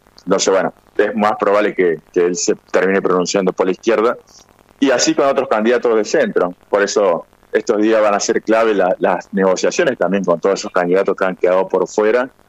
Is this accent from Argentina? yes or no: yes; Argentina; nosotros como argentinos